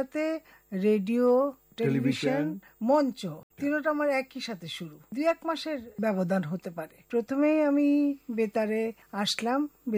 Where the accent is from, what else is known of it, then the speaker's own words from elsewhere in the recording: Chittagong, Chittagong Division, Bangladesh; moved away as an adult; also born or lived in Feni; now in Dhaka, Bangladesh; দেশের বাড়ি আমার ফেনী, কিন্তু আমি জন্ম থেকে বড় হয়েছি চিটং।